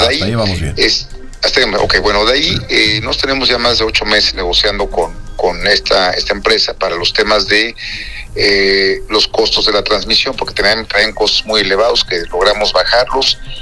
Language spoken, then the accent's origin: Spanish; Mexico